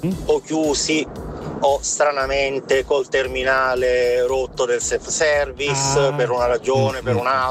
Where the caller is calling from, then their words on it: Magenta, Lombardy, Italy; nel mio paese a Magenta